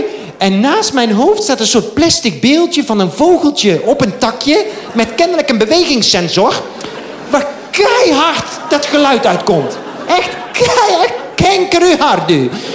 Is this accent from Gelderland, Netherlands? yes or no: no; North Brabant, Netherlands; accent: soft G; now in Amsterdam, Netherlands; Want ik ben een Brabander in Amsterdam. Als Brabanders praten, met een zachte G.